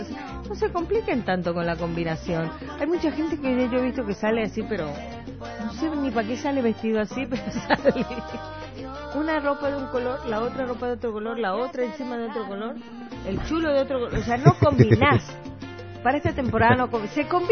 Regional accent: Bolivia

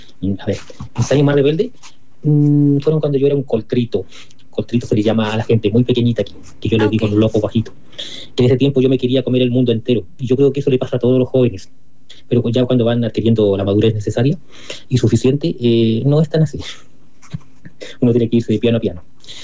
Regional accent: Los Ángeles, Biobío, Chile; moved away as an adult; now in Chillán, Chile; Porque yo trabajo en Chillán. Uh-huh. Y mi tierra natal es Los Ángeles.

